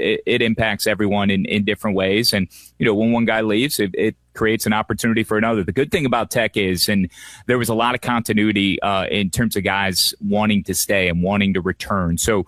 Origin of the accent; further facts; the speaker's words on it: Chicago, Illinois, United States; also born or lived in North Carolina; now in Louisiana, United States; You know, I'm from Chicago originally, which best summer city in the world, hands down. Lived in North Carolina a dozen of years, and this is my second stint in Louisiana.